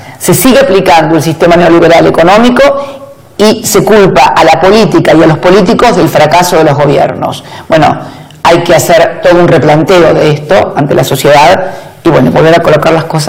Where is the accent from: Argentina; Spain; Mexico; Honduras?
Argentina